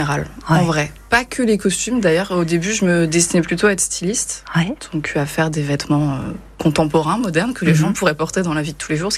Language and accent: French; Nantes, Pays de la Loire, France; born there; Je suis née à Nantes. Ouais. Je suis une personne de la région. Ouais. En 1995